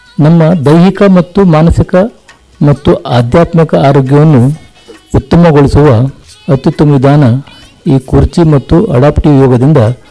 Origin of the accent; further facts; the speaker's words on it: Kumta, Karnataka, India; ನಾನು ಮೂಲತಃ ಕುಮಟಾ ತಾಲೂಕಿನವನು.